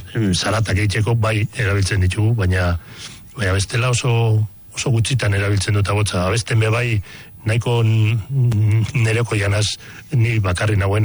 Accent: Amorebieta-Etxano, Basque Country, Spain; Basque is a second language; moved away as an adult; now in Mungia, Spain; izatez Zornotzarra, Amorebieta etxanokoa, oin urte nahiko txuia mungia partean bizinaz

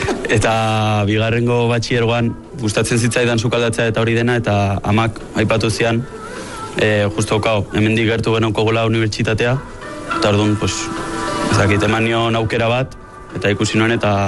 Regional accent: Lasarte-Oria, Basque Country, Spain; Ni Lasartetik.

